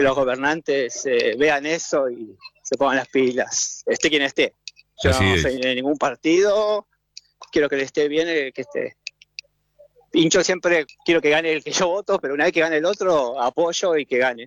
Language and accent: Spanish; Pablo Nogués, Buenos Aires Province, Argentina; En Nogués, sí, hincha de San Miguel, pero soy de Nogués.